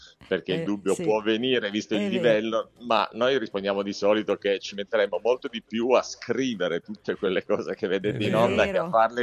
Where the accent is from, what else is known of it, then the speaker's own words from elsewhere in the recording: Milan, Lombardy, Italy; collaboro con l'Avis di Milano per comodità, perché ovviamente sono di Milano